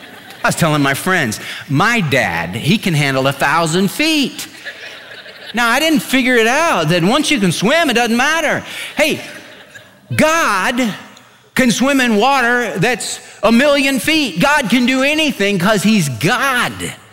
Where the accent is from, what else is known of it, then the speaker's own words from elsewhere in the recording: California, United States; we had a pool in my backyard growing up in California. I was the 5th of 6 kids